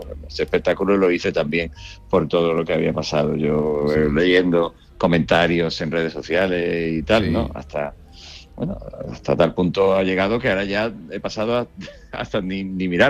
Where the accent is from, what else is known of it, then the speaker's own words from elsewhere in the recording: Andalusia, Spain; yo sé que muchas veces también me relajo y hablo más con mi acento natal y en fin, hay pequeñas confidencias que son normales, eso no se trae. Incluso cuando ya voy a Cádiz o San Fernando, pues todavía la complicidad es más todavía, ¿no?